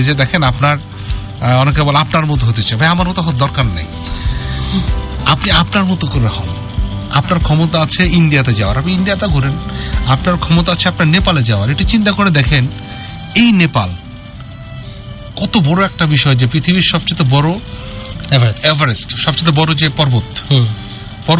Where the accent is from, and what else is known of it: Bangladesh